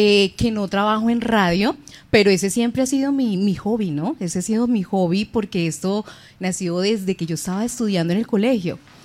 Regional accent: El Pital, Huila, Colombia; Yo soy del Pital

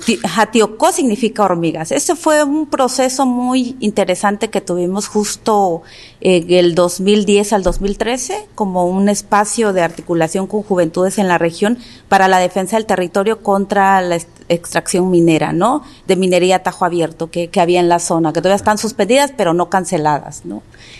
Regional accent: Guerrero, Mexico; first language Mixtec (Tu'un Savi); Spanish is a second language; en mi lengua materna, ¿no? El tumsabi

